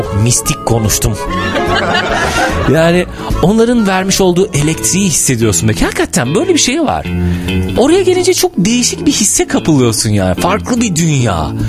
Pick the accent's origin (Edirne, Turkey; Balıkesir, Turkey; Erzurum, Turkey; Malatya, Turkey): Edirne, Turkey; İbriktepe; moved away; Mesela bizim köyün, İbriktepe'nin bir ruhu var.